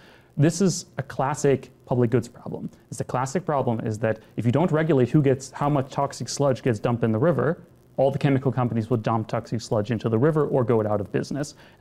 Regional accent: United States; born there; My father's American, I was born in America, but my mom's German, and so I've been exposed to both cultures.

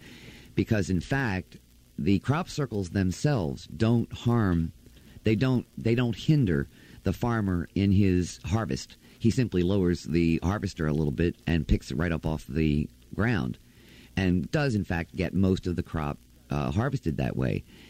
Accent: United States; The Americans, it's a newer country. Our whole culture is much more diverse in many ways than the British culture.

